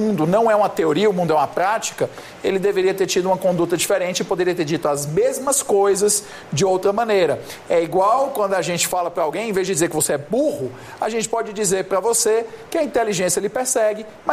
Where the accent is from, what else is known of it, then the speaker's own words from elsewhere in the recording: Ceará, Brazil; É que na minha terra diz assim, colocou um foguete para mim. É. Ah, no Ceará a gente fala assim, colocou um foguete para mim.